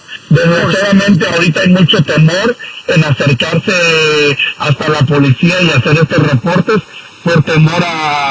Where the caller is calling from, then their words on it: Sacramento, California, United States; Buenos días, Andrea, a todos en cabina, aquí de Sacramento.